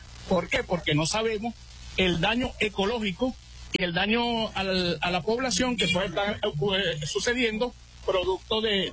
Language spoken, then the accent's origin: Spanish; Lara, Venezuela; Yo soy de Las Tunas